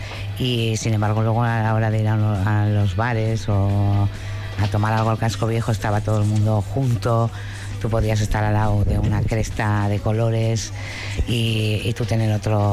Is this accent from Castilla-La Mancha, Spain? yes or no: no; Bilbao, Basque Country, Spain; he nacido en Bilbao.